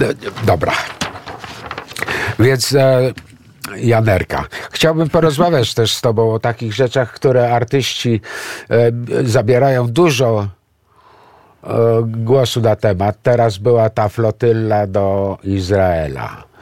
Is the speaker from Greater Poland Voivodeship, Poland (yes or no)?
no; Warsaw, Masovian Voivodeship, Poland; born there